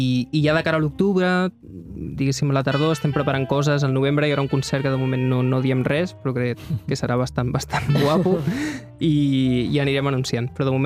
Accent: Barcelona, Catalonia, Spain; soc de Sant Andreu de pràcticament tota la vida

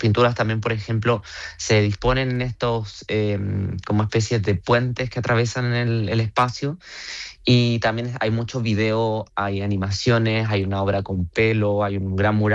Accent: Chile; ya que yo provengo de Chile. En Chile tenemos muchos problemas hídricos

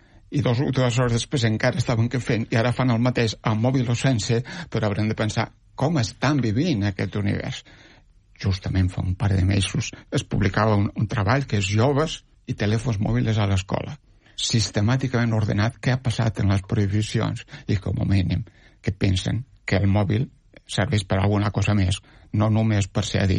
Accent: Catalonia, Spain; jo sóc un quinqui del Baix Llobregat.

